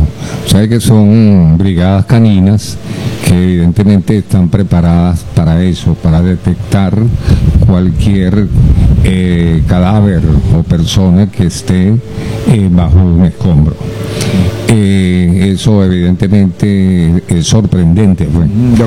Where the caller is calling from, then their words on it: Caracas, Capital District, Venezuela; de acá como venezolano le envío las gracias